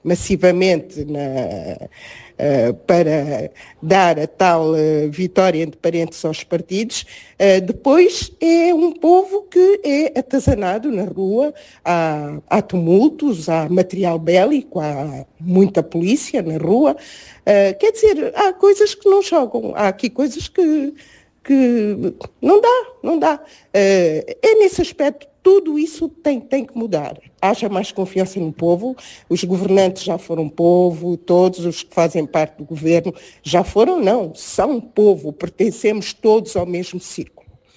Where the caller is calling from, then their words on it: Angola; Sou angolana